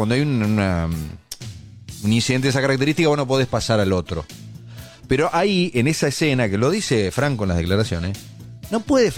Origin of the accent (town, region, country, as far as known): San Luis, Argentina